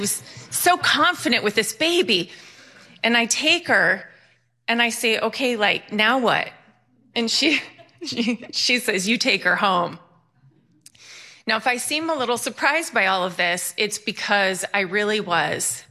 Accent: Bennington, Vermont, United States; born there; now in Phoenix, United States

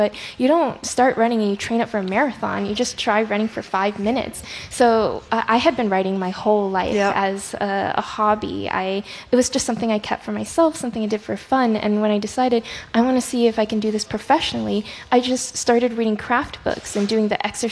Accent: United States; born there; first language Chinese; English is a second language; My first language was Chinese, but then we moved to the U.S. when I was very young. So then my English rapidly overtook my Chinese. For the first few years in elementary school, I had a very thick accent.

